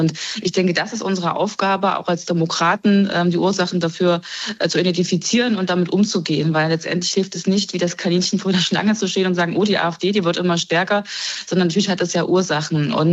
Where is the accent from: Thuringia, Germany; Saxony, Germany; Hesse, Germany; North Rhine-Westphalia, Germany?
Thuringia, Germany; ich komme aus Thüringen